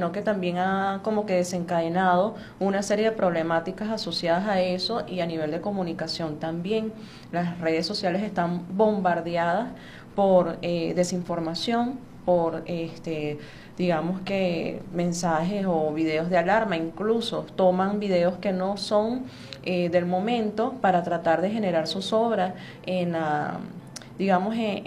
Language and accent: Spanish; Venezuela; esta es una situación muy difícil, pero que vamos a poder superar como venezolanos